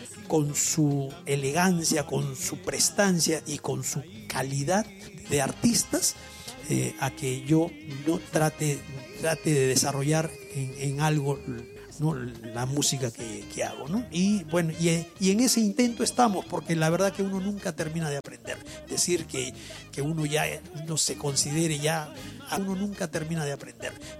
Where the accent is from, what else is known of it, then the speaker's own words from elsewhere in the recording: Piura, Peru; moved away; yo vengo de Piura en el año 81 y pues como todo provinciano, tímido, me gustaba cantar, me gustaba bailar. Ya venía de Piura siendo campeón nacional de marinera y de tondero en el Club Grau de Piura.